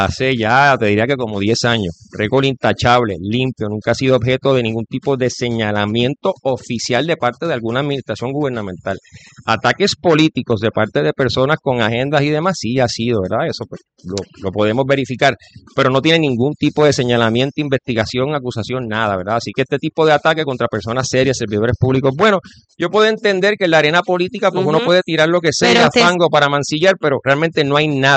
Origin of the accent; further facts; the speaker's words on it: Cataño, Puerto Rico; Yo soy de Cataño, al igual que muchas otras personas que están en el equipo, ¿verdad?, del municipio de Cataño.